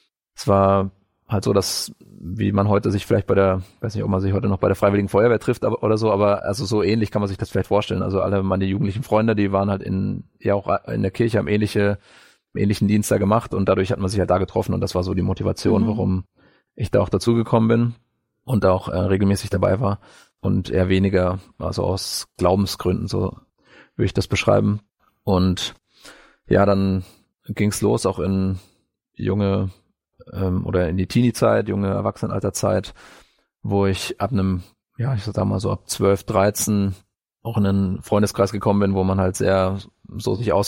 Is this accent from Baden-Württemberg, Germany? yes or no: no; Bavaria, Germany; Ich komme ursprünglich aus Bayern, aus Nordbayern, aus dem schönen Frankenland.